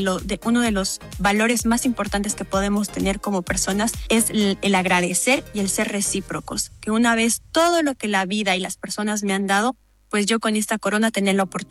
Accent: Bolivia; creo que esos somos los bolivianos

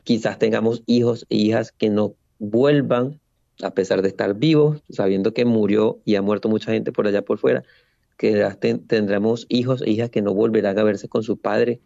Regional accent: Venezuela

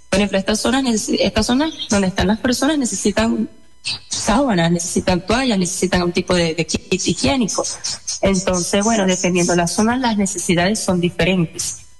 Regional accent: Venezuela

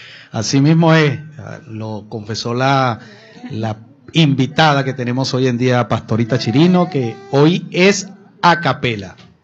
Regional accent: Lara, Venezuela; Debemos apoyarnos como venezolanos, como guaros.

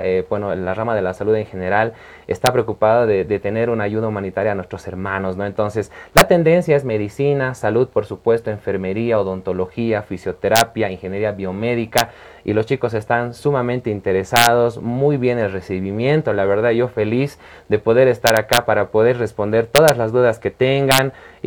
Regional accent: Cochabamba, Bolivia; Como dice, soy de la Yacta.

